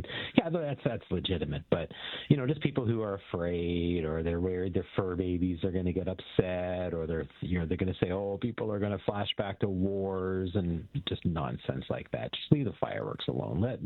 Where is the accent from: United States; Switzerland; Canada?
Canada; Brampton, Ontario; I grew up in Brampton, you go down to Jacuzzi Park for the fireworks